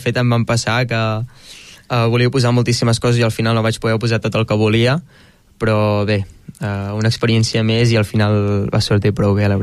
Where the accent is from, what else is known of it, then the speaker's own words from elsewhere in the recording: Anglès, Catalonia, Spain; also born or lived in Calella / Tordera; doncs van venir aquí a Tordera, però entre una cosa i una altra els pares es van separar, i doncs vaig anar cap a anglès. Això quan ja era petit tenia uns dos anyets o així.